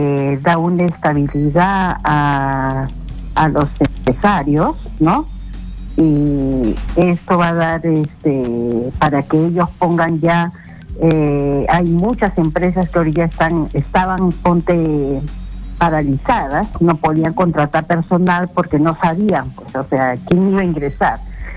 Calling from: Lima, Peru; llamo de Pueblo Libre.

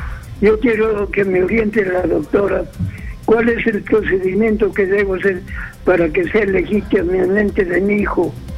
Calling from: Arequipa, Peru; Estoy llamando de Arequipa.

